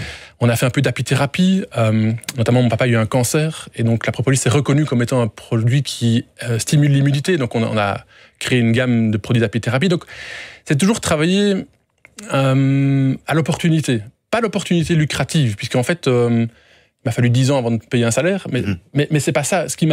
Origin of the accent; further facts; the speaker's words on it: Fernelmont, Wallonia, Belgium; moi j'ai une petite section dans la région de Fernelmont, là d'où je viens